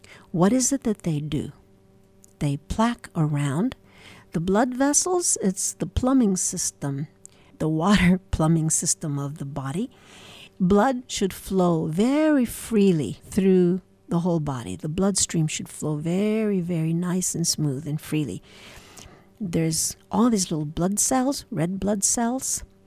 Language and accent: English; United States; My home country, United States